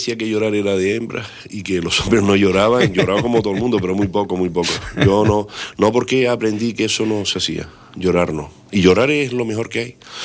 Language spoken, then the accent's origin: Spanish; Artenara, Canary Islands, Spain; moved away; also born or lived in La Laguna, Tenerife; A mí tengo la ventaja de haber nacido, vivido mi infancia en Artenara, que es un pueblo precioso.